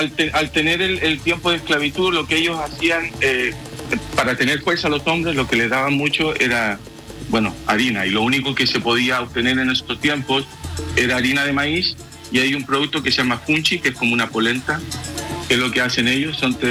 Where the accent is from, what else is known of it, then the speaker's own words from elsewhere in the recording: Rancagua, O'Higgins, Chile; moved away as an adult; also born or lived in Santiago, Chile / Curaçao; now in Netherlands; yo soy de Rancagua y estudié en Santiago.